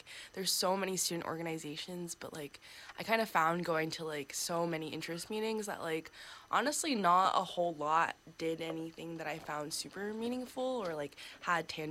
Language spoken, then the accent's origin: English; New York, United States; born there; also born or lived in Pennsylvania; I was born in Pennsylvania. I lived there for 9 years, and then I moved to New York. So I went to high school in the city